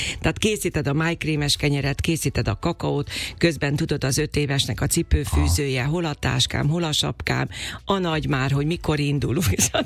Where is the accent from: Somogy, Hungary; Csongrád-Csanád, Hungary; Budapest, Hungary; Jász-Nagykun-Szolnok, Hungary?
Csongrád-Csanád, Hungary; Makó; born there; azt követte egy nagy koncertem szülővárosomban, Makón, ahol az első zongoratanítónőm emlékére rendeztem egy nagyszabású koncertet.